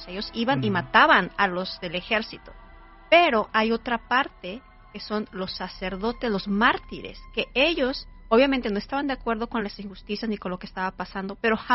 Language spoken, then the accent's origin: Spanish; Jalisco, Mexico; Pero, por ejemplo, yo que crecí por ahí, por los Altos de Jalisco, precisamente ahí en la película hay una batalla en Tepatitlán, que está muy cerca de mi pueblo.